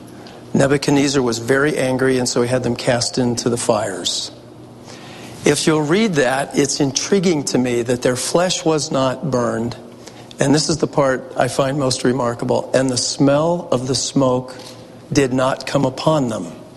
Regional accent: San Francisco Bay Area, California, United States; I grew up in the San Francisco Bay Area quite some time ago.

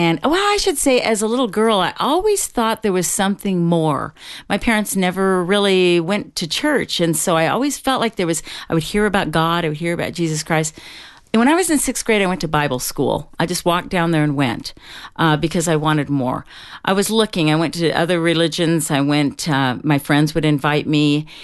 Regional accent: South Pasadena, California, United States; I grew up in Los Angeles in South Pasadena.

